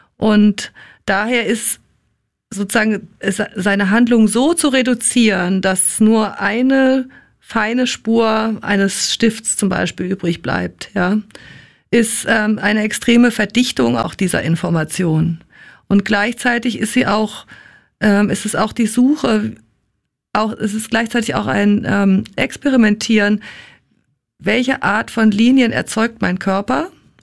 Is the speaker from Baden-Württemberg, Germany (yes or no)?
no; Frankfurt, Hesse, Germany; moved away as an adult; now in Berlin, Germany; ich bin ja auch in Frankfurt aufgewachsen.